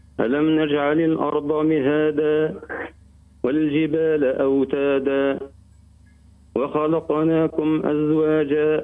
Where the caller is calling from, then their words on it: Hajeb El Ayoun, Kairouan Governorate, Tunisia; من حاجب العيون القروان.